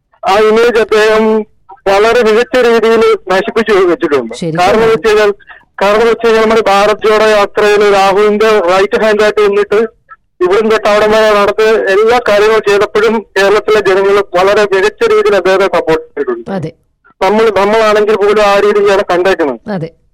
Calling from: Pathanapuram, Kerala, India; ഞാൻ പത്തനാപുരമാണ്.

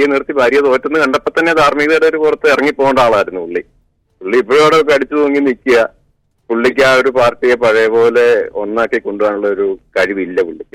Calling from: Kottayam, Kerala, India; ഞാൻ കോട്ടയം.

